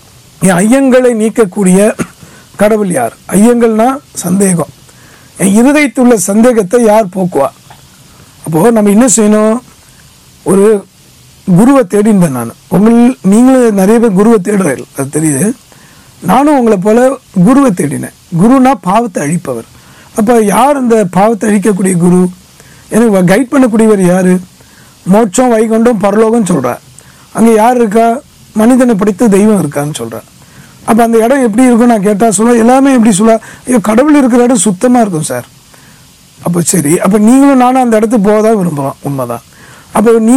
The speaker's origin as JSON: {"language": "Tamil", "town": "Chennai", "region": "Tamil Nadu", "country": "India", "tie": "born or raised there", "said": "சென்னையில் பிறந்து வளர்ந்தாலும் விஸ்மாம்பலத்தில் அக்ரகாரத்தில் பிறந்தேன்."}